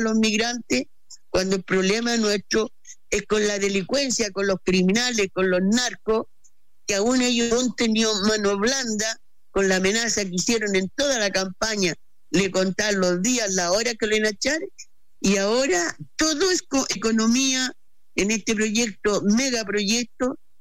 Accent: Chile

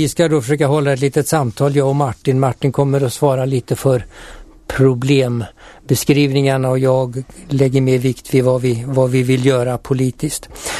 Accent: Älta, Stockholm County, Sweden; jag kommer från Älta och är väldigt mycket ute i Älta Mosse

